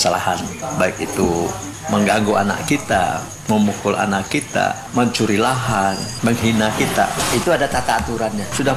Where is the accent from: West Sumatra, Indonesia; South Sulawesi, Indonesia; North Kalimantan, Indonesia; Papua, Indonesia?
North Kalimantan, Indonesia; menghina kita orang Tidung ini, sidang adat Tidung, kasusnya apa gitu.